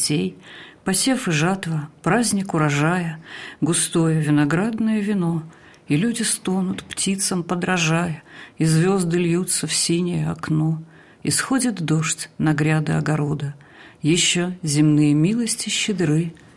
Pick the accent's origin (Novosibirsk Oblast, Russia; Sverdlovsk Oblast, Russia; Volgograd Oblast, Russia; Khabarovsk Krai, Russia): Sverdlovsk Oblast, Russia; Nizhny Tagil; moved away; also born or lived in Crimea / Moscow / Belarus; Я родилась в Нижнем Тагиле, в семье спецпереселенцев из Крыма, поэтому для меня и Урал, и Крым – это вот мое все детство, это вся моя жизнь.